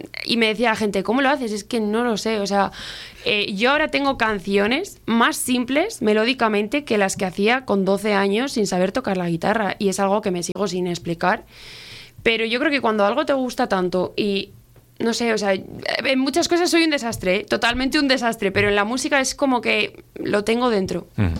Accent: Laredo, Cantabria, Spain; now in Gama, Spain; soy de aquí, de este pueblo tan bonito, de Laredo. Y vivo actualmente en Gama, pero bueno, la verdad es que menos en Gama, estoy en cualquier lado, en Santander

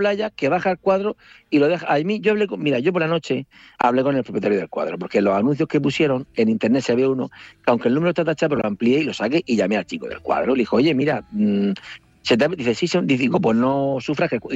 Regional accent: Murcia, Region of Murcia, Spain; mire, me identifico, digo, mire … soy de Murcia y tal.

